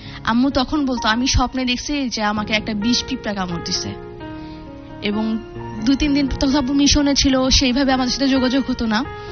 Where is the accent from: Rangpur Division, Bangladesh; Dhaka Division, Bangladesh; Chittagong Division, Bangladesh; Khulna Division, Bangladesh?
Dhaka Division, Bangladesh; Dhaka; আমার আম্মুর বাড়ি ছিল, আমার বাড়ি হচ্ছে নাজিরা বাজারে আলুপট্টিতে, আমার নানা ভাইরা আড়তদার, সৈয়দ হাসান বললে সবাই চিনে।